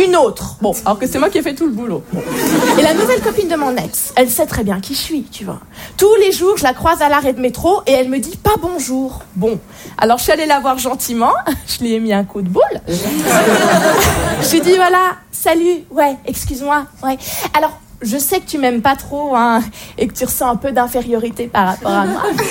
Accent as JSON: {"language": "French", "country": "Switzerland", "said": "Alors oui, je viens de Suisse, mais je peux vous le dire ce soir, au fond de moi, j'ai toujours rêvé d'être arabe."}